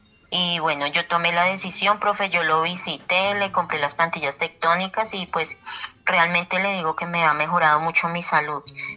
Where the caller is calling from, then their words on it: Medellín, Antioquia, Colombia; le estoy marcando acá desde Medellín, desde el barrio El Pomar.